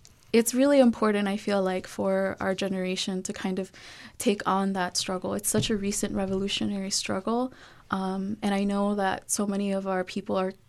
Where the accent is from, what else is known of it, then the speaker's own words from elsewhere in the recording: Chicago, Illinois, United States; Like, it wasn't, even though I grew up in Southside Chicago, around majority Mexican, love, shout out my Mexican friends, I love y'all.